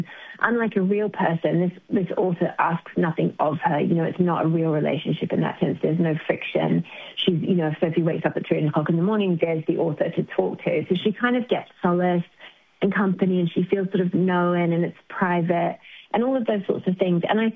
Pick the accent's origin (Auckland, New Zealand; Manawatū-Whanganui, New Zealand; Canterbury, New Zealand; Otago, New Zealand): Manawatū-Whanganui, New Zealand; Palmerston North; born or raised there; also born or lived in Foxton